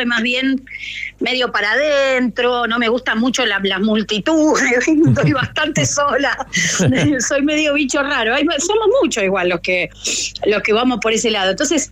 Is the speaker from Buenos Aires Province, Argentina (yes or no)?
no; Rosario, Santa Fe, Argentina; born there; Yo venía trabajando en la ciudad de Rosario, que es mi ciudad natal, ciudad a la que siempre tengo que agradecer